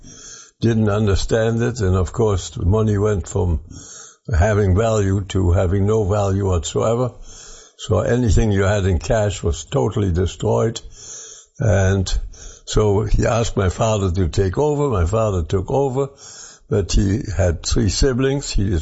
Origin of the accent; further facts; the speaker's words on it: Germany; born there; English is a second language; Well, I was born in Germany in 1925, which makes me 98 at the present time. and into a well-to-do family.